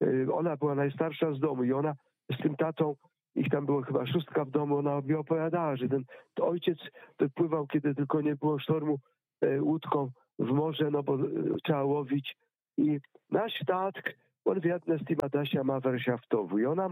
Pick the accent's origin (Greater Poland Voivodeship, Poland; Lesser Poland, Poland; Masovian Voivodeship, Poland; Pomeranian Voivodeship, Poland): Pomeranian Voivodeship, Poland; Właściwie po raz pierwszy i ostatni w życiu mogłem zwiedzać mój rodzinny kraj, Kaszuby.